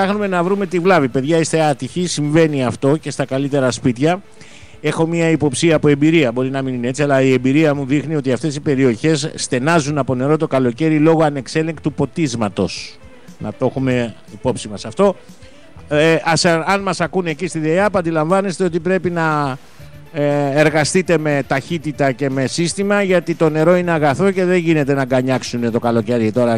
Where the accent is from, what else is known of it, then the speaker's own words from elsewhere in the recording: Western Greece, Greece; Να στείλουμε επίσης την καλημέρα μου στην πατρίδα μου, την Ετωλοακαρνανία.